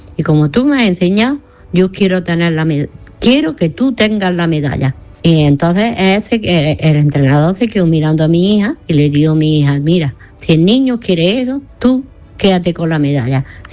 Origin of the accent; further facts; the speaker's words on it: Granada, Andalusia, Spain; Le iba a decir de que el por qué digo que soy de Granada.